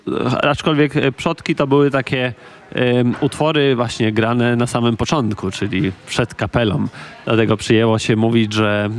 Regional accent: Wolsztyn, Zbąszyń, Greater Poland Voivodeship, Poland; w tym regionie, który jest moim rodzinnym regionem, to znaczy okolice Wolsztyna, Zbąszynia, Leszna

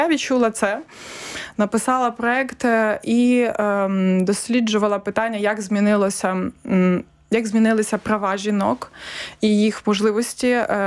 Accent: Volyn Oblast, Ukraine; я з Волинської області, теж ми аналізували, скільки жінок голів громад, там, то з 54 було 7 жінок

